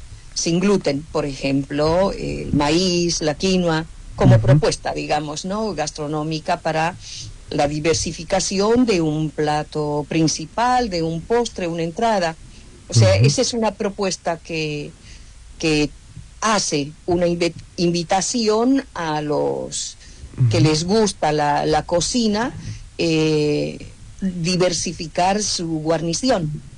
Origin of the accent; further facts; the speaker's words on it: Cochabamba, Bolivia; Soy de Cochabamba, hoy el estado plurinacional de Bolivia. Es una zona muy grande de la nación quechua